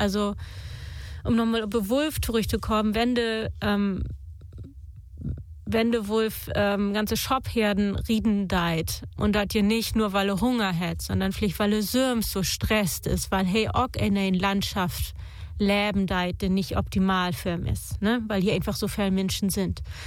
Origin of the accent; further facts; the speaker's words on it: Northern Germany, Germany; Das sieht man bei uns in Norddeutschland natürlich nicht so extrem.